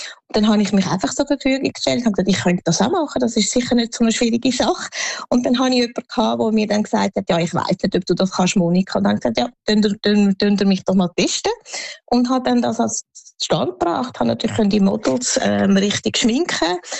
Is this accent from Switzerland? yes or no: yes; Switzerland; born or raised there